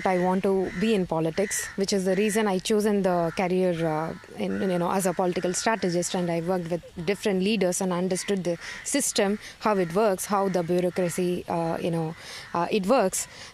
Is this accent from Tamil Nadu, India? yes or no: yes; Virudhunagar, Tamil Nadu, India; So I grew up in Virudhunagar. It's a small district where I come from. So I studied in Tamil medium school and government school